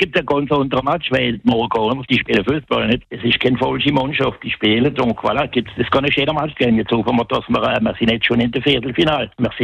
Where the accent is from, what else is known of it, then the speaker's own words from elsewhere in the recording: Egypt; Ich bin Ägypter.